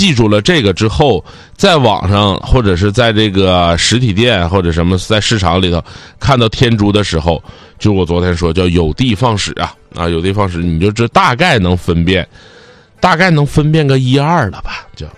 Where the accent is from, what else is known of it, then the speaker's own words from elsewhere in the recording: Northeast China, China; 我们东北都叫扫色